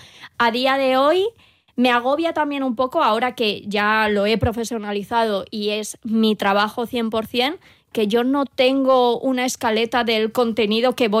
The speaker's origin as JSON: {"language": "Spanish", "town": "Madrid", "region": "Community of Madrid", "country": "Spain", "tie": "born or raised there", "said": "Es que yo soy hija del cemento, soy hija de Madrid."}